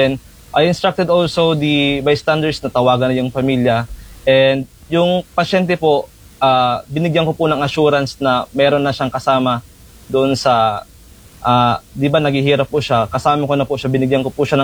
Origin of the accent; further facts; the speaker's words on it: Bulan, Bicol Region, Philippines; agad na po ako na umuwi sa amin sa bayan namin sa Bulan, Sorsogon, which is 54 kilometers away from